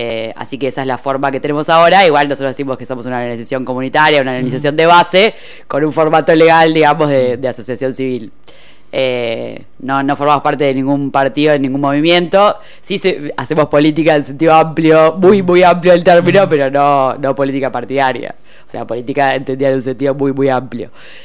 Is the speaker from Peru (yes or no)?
no; La Plata, Buenos Aires Province, Argentina; Me crié acá en Villa Elvira, cerca de Alto de San Lorenzo